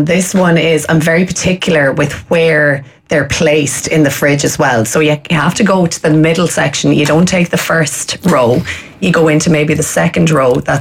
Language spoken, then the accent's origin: English; Laois, Leinster, Ireland; I'm from Laois